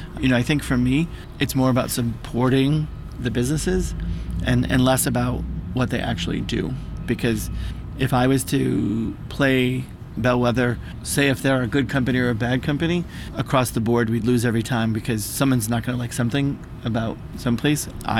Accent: United States; And I haven't lost sight of the neighborhood I grew up in. I grew up in Morningside. I was the first third grade class into Morningside Community School.

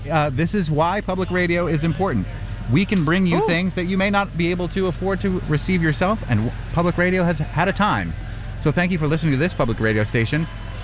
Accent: Montague, Massachusetts, United States; Montague, Massachusetts, well, my hometown.

